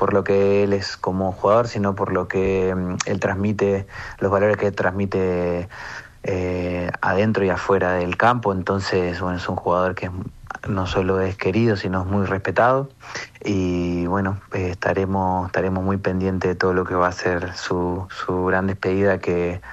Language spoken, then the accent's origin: Spanish; Argentina; moved away as an adult; now in Brazil; somos cuatro argentinos que vamos a estar seguramente ahí